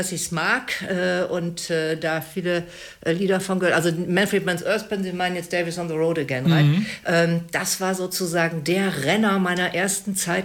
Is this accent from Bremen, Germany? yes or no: yes; Bremen, Germany; Ja, ich komme aus Bremen.